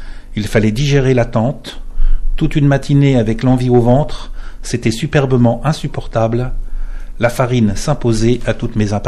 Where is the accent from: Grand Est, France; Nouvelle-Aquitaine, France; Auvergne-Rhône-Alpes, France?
Grand Est, France; Verdun; born there; Il y a aussi une saison sur Verdun, parce que je suis né à Verdun et que ce n'est pas une ville simple.